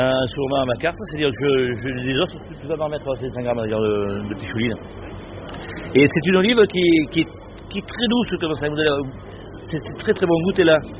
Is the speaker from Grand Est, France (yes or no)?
no; Provence-Alpes-Côte d'Azur, France; chez nous, en Provence, on a beaucoup de légumes et de bons légumes.